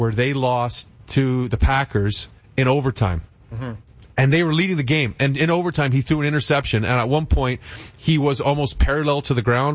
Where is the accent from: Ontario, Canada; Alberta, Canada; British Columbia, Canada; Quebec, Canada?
Ontario, Canada; Toronto; growing up in Toronto, I didn't have an NFL team.